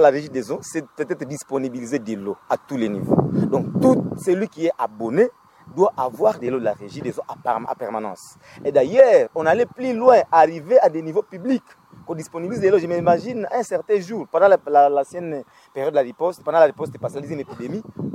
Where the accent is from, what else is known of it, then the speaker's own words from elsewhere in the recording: Butembo, North Kivu, DR Congo; born there; Je suis né à Butembo car cette entreprise existait déjà.